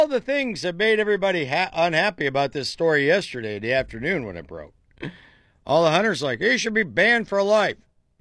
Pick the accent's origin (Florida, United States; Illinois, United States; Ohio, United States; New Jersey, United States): Ohio, United States; Dover; my hometown of Dover, Ohio.